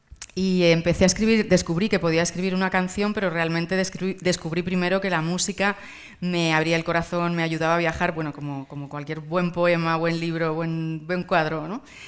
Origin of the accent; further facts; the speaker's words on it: Cuenca, Castilla-La Mancha, Spain; born there; Que yo nací en Cuenca y tocamos, sí, estuvimos sí.